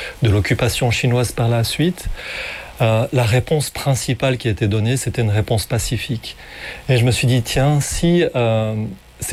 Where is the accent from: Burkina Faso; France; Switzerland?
Switzerland; Fribourg; born there; moved away; also born or lived in Geneva; Donc je suis né effectivement en Suisse, dans la région de Fribourg. Donc je suis né à Fribourg et ensuite j'ai vécu pas mal de temps à Genève.